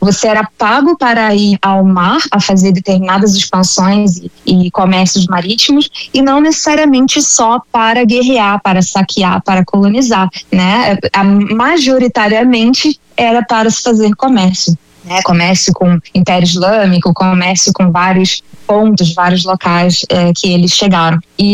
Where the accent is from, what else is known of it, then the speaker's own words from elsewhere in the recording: Rio de Janeiro, Brazil; now in Norway; como carioca que vive na Noruega